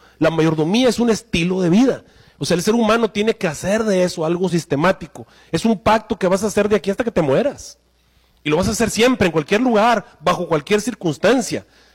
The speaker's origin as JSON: {"language": "Spanish", "country": "Mexico", "tie": "born or raised there", "moved": "yes", "lives_now": "United States", "said": "Yo crecí en México."}